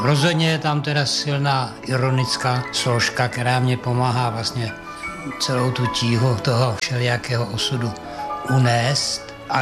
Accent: Most, Ústí nad Labem Region, Czechia; No, já jsem původem teda z Mostu. Narodil jsem se v Mostu, na to si příliš nepamatuju. Takový ranní mládí bylo spíš v Ervinicích.

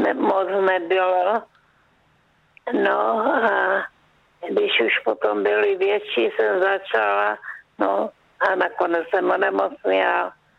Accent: Jeseníky, Czechia; also born or lived in Valašsko; A Váchy, to je moje rodiště. Naše se přestěhovali po válce 45. na Jeseníky, tak jsem tam vyrůstala

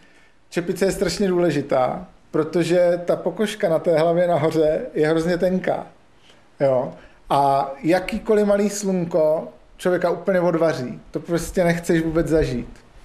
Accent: South Moravian Region, Czechia

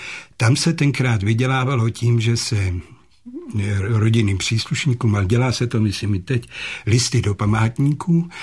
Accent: Hradec Králové, Hradec Králové Region, Czechia; also born or lived in Jablonec nad Nisou; Ne, my jsme se stěhovali a dokonce v 38. roce jsme utíkali z Jablonce nad Nisou, Gáblonc an der Neisse, do Hradce Králové, tehdy Königgrätz taky, jo. Ano. A tam jsem začal. Ještě dodělával tu mateřskou, teda obecní školu a státní klasické gymnasium.

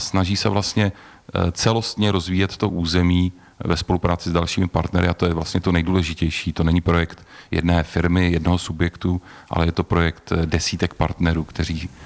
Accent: Chrudim, Pardubice Region, Czechia; Já jsem z Chrudimi

